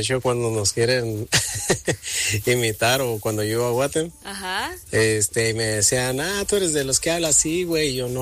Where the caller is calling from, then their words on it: northern Mexico, Mexico; accent: northern Mexican; Pues acá, ¿no? Pues somos norte.